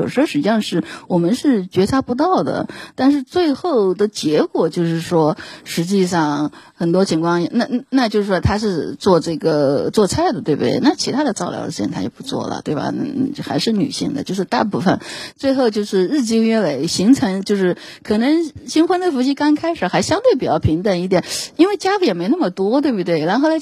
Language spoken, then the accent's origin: Chinese; China; 我觉得我们中国人就是叫做勤劳勇敢智慧的中国人民